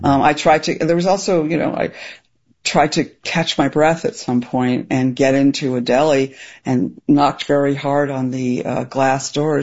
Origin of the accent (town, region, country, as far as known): New York City, New York, United States